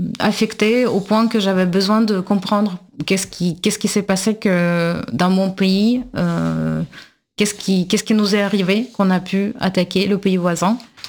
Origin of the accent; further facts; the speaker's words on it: Russia; Et en tant que russe, je pense que oui